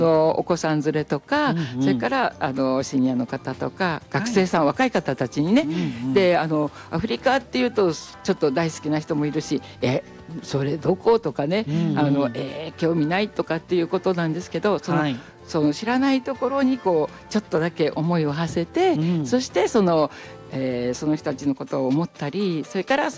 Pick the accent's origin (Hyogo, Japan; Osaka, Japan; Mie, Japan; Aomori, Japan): Aomori, Japan; Hachinohe; moved away as an adult; also born or lived in Tokyo; 私は八戸出身ですけど長く東京で仕事をして戻ってきてから